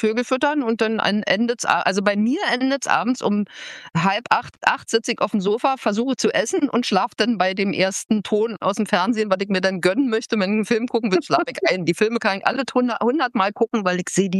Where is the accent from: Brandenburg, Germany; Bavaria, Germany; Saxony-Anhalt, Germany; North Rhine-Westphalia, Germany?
Brandenburg, Germany; Buckow; So, weil ich bin ja, wie gesagt, in Buku aufgewachsen.